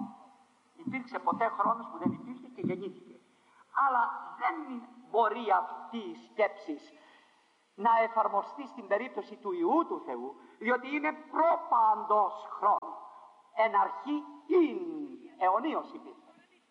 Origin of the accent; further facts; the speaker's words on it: Greece; Εμείς που είμαστε Έλληνες